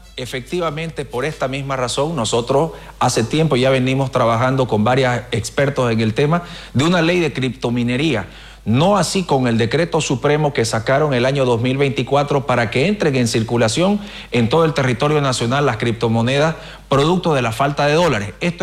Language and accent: Spanish; Santa Cruz de la Sierra, Santa Cruz, Bolivia; yo soy de Santa Cruz